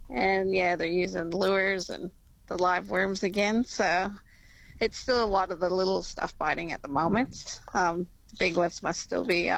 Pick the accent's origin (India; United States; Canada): Canada; moved away; Canada originally.